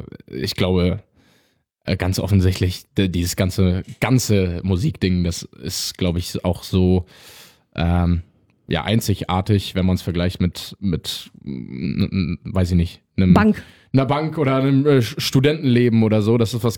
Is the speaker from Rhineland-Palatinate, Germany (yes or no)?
yes; Trier, Rhineland-Palatinate, Germany; Den Kontakt habe ich bekommen über Personen aus Trier. Ich bin ja aus Trier.